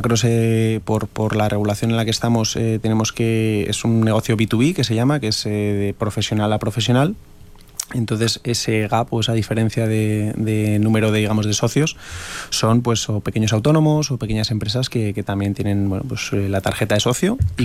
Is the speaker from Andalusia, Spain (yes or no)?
no; Navarre, Spain; particularmente como navarro que soy, me gusta mucho.